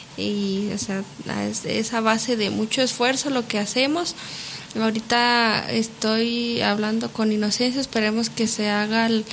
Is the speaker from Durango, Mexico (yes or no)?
yes; Durango, Mexico; hablantes y profesionistas que somos aquí de Durango